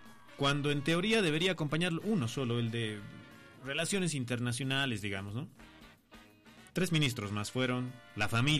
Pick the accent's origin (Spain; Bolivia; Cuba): Bolivia